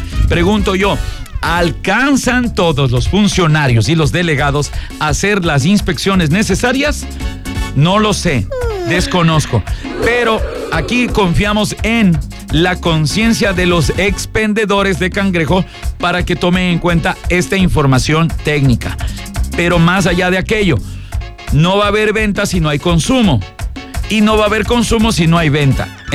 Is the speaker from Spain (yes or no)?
no; Baños, Ecuador; en Baños, en mi tierra.